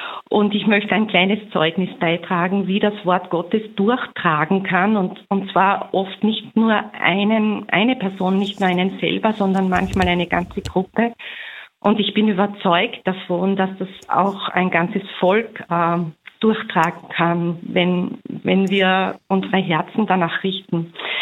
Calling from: Styria, Austria; Ja, grüß Gott, ich komme aus der Steiermark

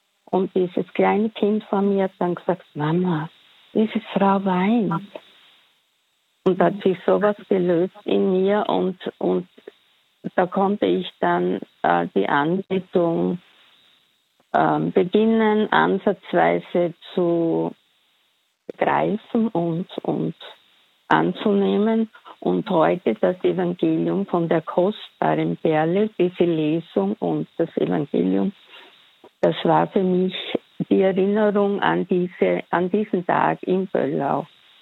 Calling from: Styria, Austria; Ich bin aus der Steiermark.

